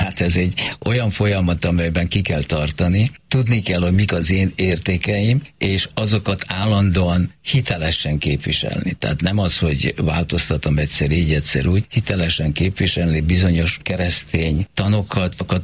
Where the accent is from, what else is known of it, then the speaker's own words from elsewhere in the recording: Serbia; now in Belgrade, Serbia; én szerbiai magyar vagyok, vagy magyar, aki Szerbiában él, vagy előtte Jugoszláviában. Tehát az én magyarságom, az az én gazdagságom